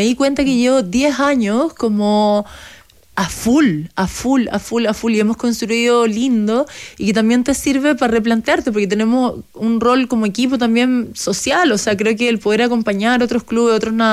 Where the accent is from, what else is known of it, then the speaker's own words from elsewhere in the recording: Chile; para mí como chilena